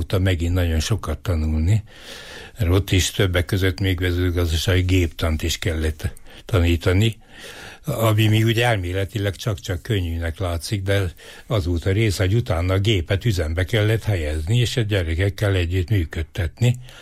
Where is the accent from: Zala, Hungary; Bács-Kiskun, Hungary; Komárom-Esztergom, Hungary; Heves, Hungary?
Heves, Hungary; Eger; born or raised there; moved away as an adult